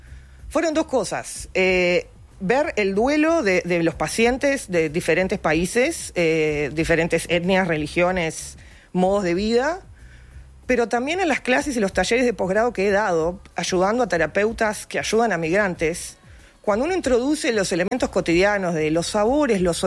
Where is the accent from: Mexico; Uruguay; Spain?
Uruguay; yo creo que como sociedad uruguaya